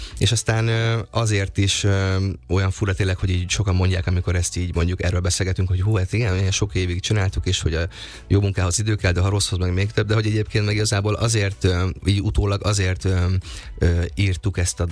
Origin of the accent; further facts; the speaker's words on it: Nyíregyháza, Szabolcs-Szatmár-Bereg, Hungary; born there; moved away as an adult; now in Budapest, Hungary; akkor én egy tévéműsor kapcsán költöztem fel Budapestre Nyíregyházáról, én Nyíregyházán éltem, ott is érettségiztem le, már utolsó magántanulóként